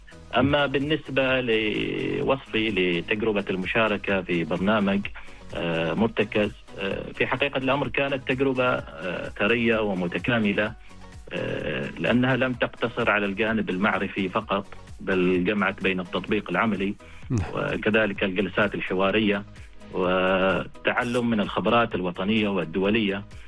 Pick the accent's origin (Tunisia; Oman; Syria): Oman; في بلدنا سلطنة عمان